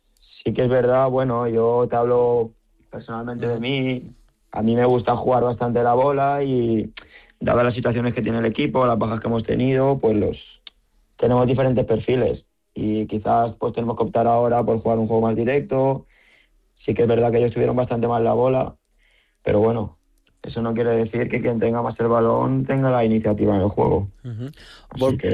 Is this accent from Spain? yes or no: yes; Barcelona, Catalonia, Spain; now in Palma, Spain; Soy de Barcelona